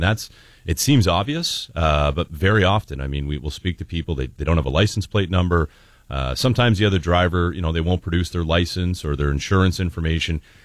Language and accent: English; Lakeshore, Ontario, Canada; that's kind of the area I grew up out in Lakeshore there, so it was nice to bring the office kind of close to home